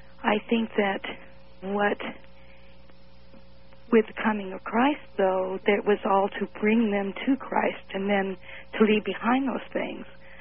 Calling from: Seattle, Washington, United States; KBI in Seattle.

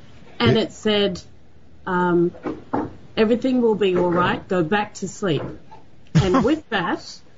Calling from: Sydney, New South Wales, Australia; I'm calling from Sydney, Australia.

